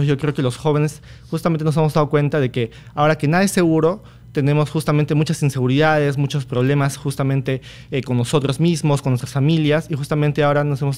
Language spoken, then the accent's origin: Spanish; Peru; muchos de nosotros como peruanos.